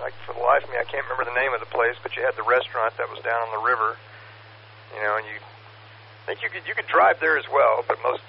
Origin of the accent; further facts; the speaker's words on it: Austin, Texas, United States; Like I said, I grew up in South Austin.